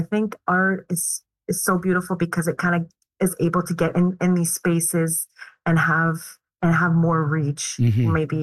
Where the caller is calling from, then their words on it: Montreal, Quebec, Canada; And I also, I'm speaking from Montreal.